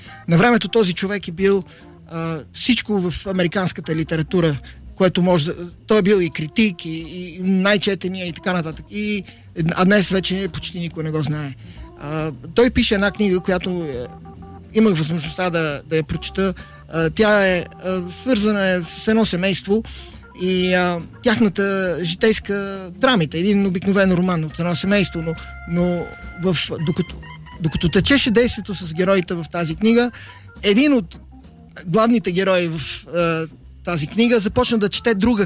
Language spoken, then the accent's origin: Bulgarian; Croatia; Bulgarian is a second language; И хърватин, да. А майка ми от Белене.